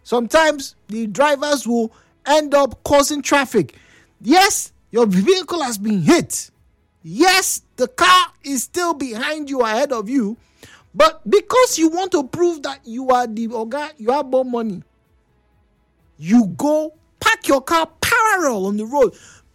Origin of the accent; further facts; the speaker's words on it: Nigeria; as a Nigerian